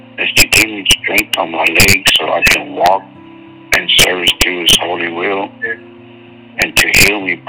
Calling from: San Antonio, Texas, United States; I'm calling from San Antonio, Texas

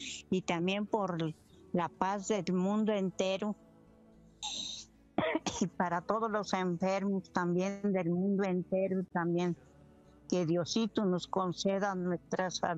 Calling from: Michoacán, Mexico; le llamo de Michoacán.

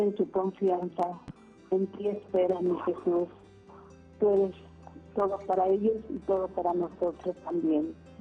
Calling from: Michoacán, Mexico; De Jungatlán, Michoacán

